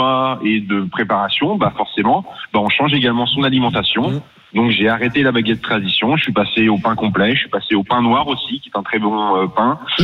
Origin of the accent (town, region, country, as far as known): Saumur, Pays de la Loire, France; born or raised there